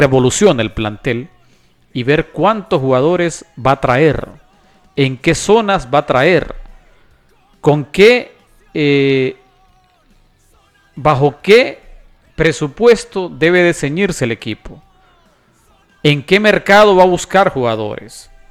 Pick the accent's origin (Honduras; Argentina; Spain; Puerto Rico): Honduras; yo como hondureño